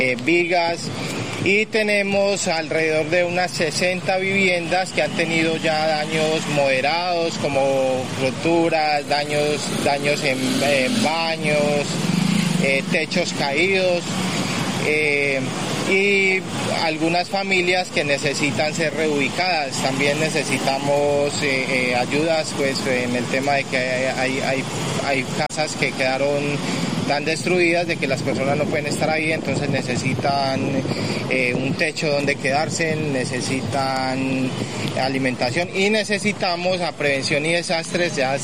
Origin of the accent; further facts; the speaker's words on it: Cali, Valle del Cauca, Colombia; Buenos días … soy de la Comuna 12, el barrio Nueva Floresta